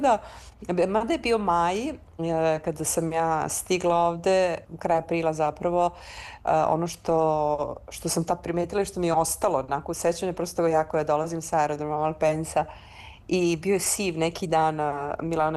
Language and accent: Serbian; Belgrade, Serbia; born or raised there